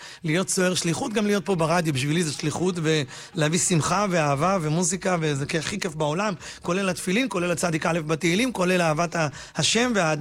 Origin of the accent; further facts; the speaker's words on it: Bat Yam, Tel Aviv District, Israel; ואייל רביד ואני, אנחנו גדלנו בבת ים